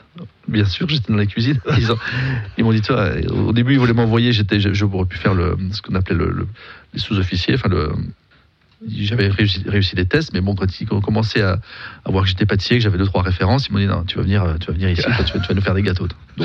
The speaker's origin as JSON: {"language": "French", "town": "Besançon", "region": "Bourgogne-Franche-Comté", "country": "France", "tie": "born there", "also_born_or_lived": "Gray", "said": "je suis né à Grez, je suis franc-comtois, je suis né à Grez, j'ai vécu à Grez jusqu'à mes 8 ans, et ensuite je suis venu habiter à Besançon."}